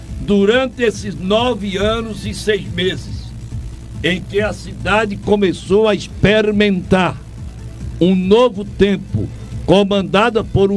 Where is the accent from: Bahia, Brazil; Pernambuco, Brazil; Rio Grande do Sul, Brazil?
Pernambuco, Brazil; Altinho; born or raised there; moved away